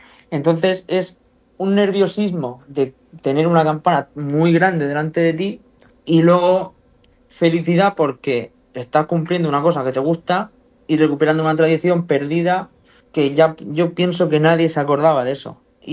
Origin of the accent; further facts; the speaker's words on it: Rojales, Valencian Community, Spain; yo soy de Rojales